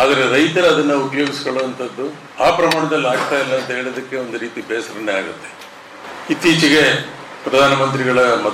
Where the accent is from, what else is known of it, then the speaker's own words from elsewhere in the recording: Karnataka, India; ನಾವು ಮಲೆನಾಡಿನವರು